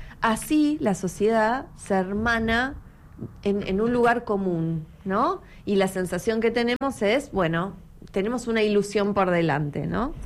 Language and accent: Spanish; Argentina; creo que somos todos argentinos.